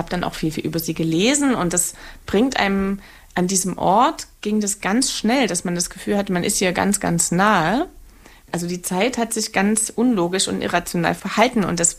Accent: Saxony, Germany; Also da, wo ich herkomme, Erzgebirge, da driften die Jugendlichen mit dem Auto auf den Schneeflächen.

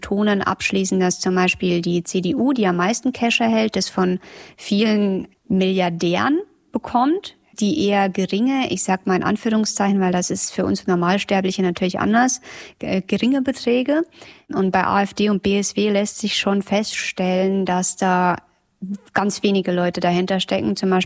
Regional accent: Bavaria, Germany; now in Mecklenburg-Vorpommern, Germany; wir stammen beide aus Bayern und wir leben seit einiger Zeit in MV.

